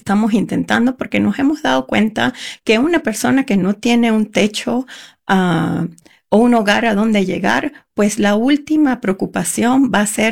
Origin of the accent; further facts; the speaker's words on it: Venezuela; now in Utah, United States; Venezolana.